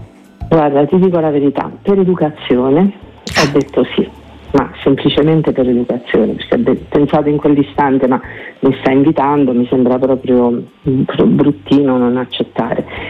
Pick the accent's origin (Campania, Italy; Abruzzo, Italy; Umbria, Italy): Abruzzo, Italy; E io sono abruzzese, sono massicana, quindi abbastanza determinata.